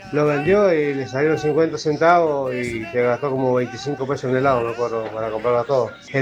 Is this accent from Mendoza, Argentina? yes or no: yes; Luján de Cuyo, Mendoza, Argentina; Luján de Cuyo